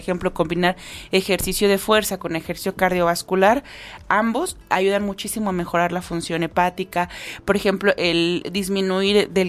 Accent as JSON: {"language": "Spanish", "country": "Mexico", "said": "nosotros como mexicanos"}